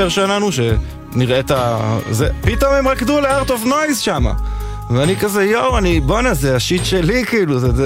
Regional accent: Rosh Pinna, Northern District, Israel; also born or lived in Belgium / United States; פשוט גדלתי בראש פינה, אבל אחרי זה הייתי בבלגיה שנתיים ובארצות הברית.

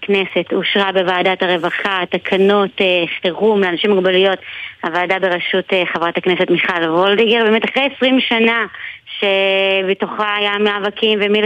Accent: Northern District, Israel; כשאני הייתי ילדה במלחמת המפרץ, גדלתי בצפון

